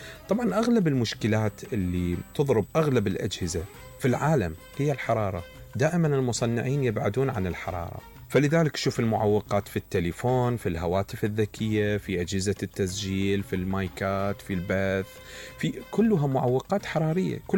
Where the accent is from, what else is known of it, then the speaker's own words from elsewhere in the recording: Iraq; عندنا في العراق